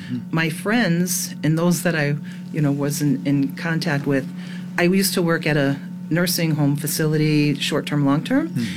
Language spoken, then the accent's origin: English; Connecticut, United States; moved away as an adult; I'm from Connecticut.